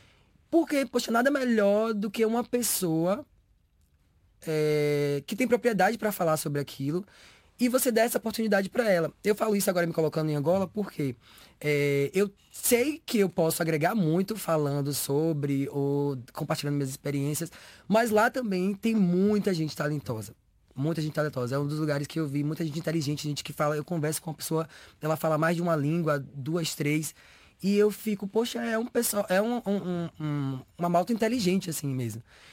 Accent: Salvador, Bahia, Brazil; accent: Northeastern Brazilian; eu carrego a minha cidade comigo para onde eu vou. E eu amo quando eu estou em algum lugar e as pessoas falam assim, ah, você é do Nordeste, né? Porque eu sinto que a minha raiz ela está comigo, seja no sotaque, seja na expressão

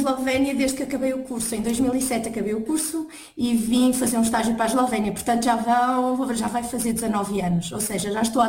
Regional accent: Vila Real, Portugal; moved away as an adult; now in Slovenia; eu sou engenheira ambiental, sou de Vila Real, tirei o curso na UTAD e neste momento sou investigadora no Instituto de Geografia

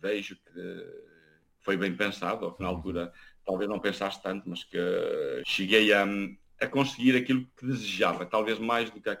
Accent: Guarda, Portugal; moved away as an adult; eu sou português genuíno, nasci e criado até aos 19 anos na Guarda, melhor dito, numa pequena aldeia que se chama 30, uma pequena região industrial, hoje já não, porque os têxteis faliram

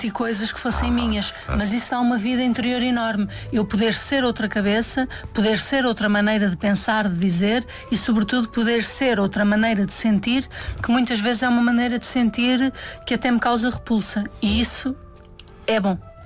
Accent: Vizela, Norte, Portugal; Sou de Vizela, exatamente.

